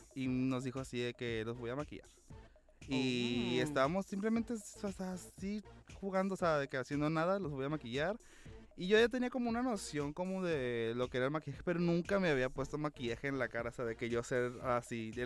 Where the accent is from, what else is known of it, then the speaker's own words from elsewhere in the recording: Los Cabos, Baja California Sur, Mexico; also born or lived in La Paz; Yo soy de Los Cabos, pero viví en La Paz porque me fui a estudiar a la universidad allá.